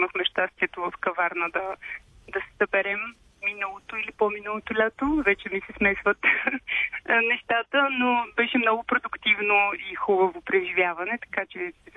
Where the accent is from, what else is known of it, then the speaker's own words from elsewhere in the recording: Silistra, Silistra Province, Bulgaria; когато танцувах класически балет в моя роден град Силистра.